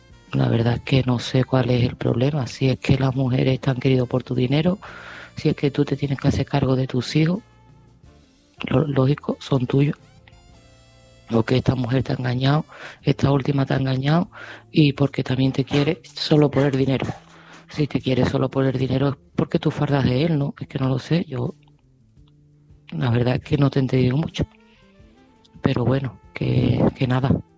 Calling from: Seville, Andalusia, Spain; de Sevilla y este mensaje va para Luis.

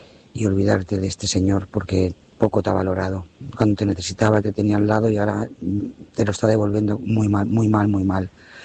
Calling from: Lloret de Mar, Catalonia, Spain; de Lloret de Mar.

